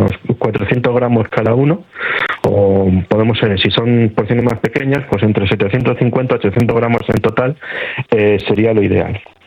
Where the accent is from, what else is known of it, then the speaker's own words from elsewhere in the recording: Extremadura, Spain; productos típicos de mi tierra de Extremadura